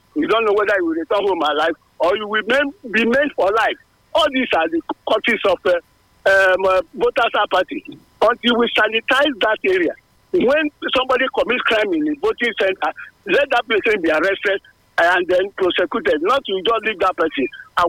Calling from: Benin City, Edo, Nigeria; I'm calling from Mission Road Market.

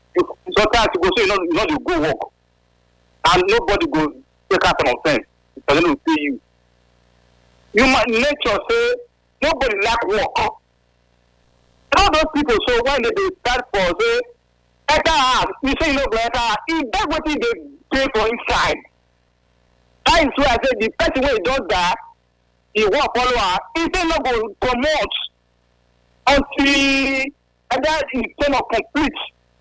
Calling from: Israel; I'm calling from Israel.

